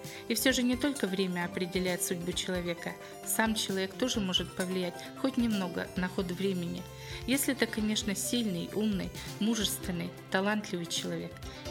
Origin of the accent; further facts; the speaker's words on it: Bogorodsk, Komi Republic, Russia; как он создавал комсомольскую ячейку в селе Богородск, откуда я родом.